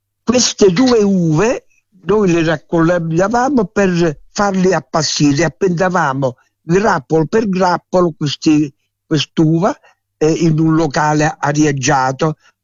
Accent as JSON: {"language": "Italian", "town": "Saracena", "region": "Calabria", "country": "Italy"}